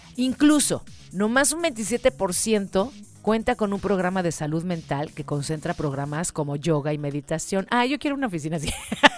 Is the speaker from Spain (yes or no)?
no; Mexico